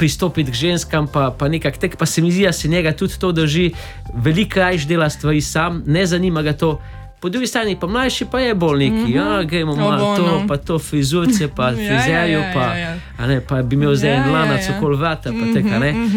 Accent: Velenje, Savinja, Slovenia; Ja, zdaj smo iz Velenja, no.

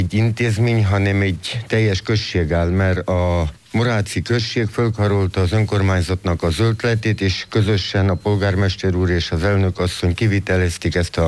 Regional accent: Prekmurje, Slovenia; magyarok vagyunk, vagy szlovénok vagyunk

